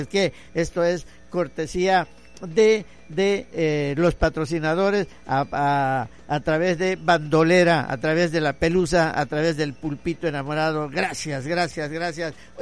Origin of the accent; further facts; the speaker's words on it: Tabasco, Mexico; born there; porque yo nací en Tabasco y así yo quiero ser.